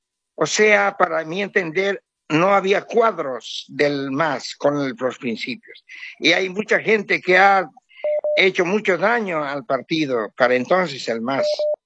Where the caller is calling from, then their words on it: Santa Cruz de la Sierra, Santa Cruz, Bolivia; Le hablo desde Santa Cruz … de Santa Cruz de la Sierra, el foco de la derecha, el reinado de los pititas, de los malditos maleantes pititas y su comité cívico. Le hablo desde este lugar, pero concretamente del barrio de la Villa Primero de Mayo.